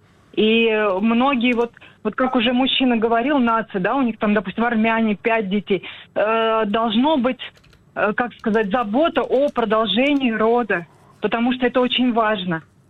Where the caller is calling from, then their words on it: Kamyshin, Volgograd Oblast, Russia; я из города Камышино.